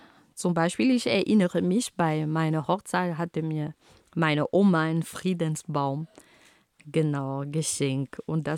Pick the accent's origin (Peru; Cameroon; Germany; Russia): Cameroon; first language Romala; German is a second language; In meiner Heimat Kamerun reißt dieser Baum Pfeken oder Pfeken, je nach Region oder Sprache. Also meine Muttersprache lautet Romala.